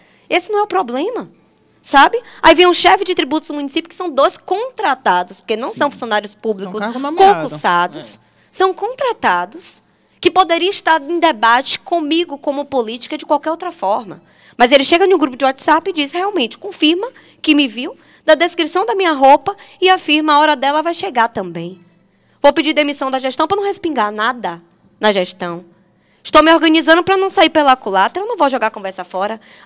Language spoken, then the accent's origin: Portuguese; Coração de Maria, Bahia, Brazil; Coração de Maria é minha terra.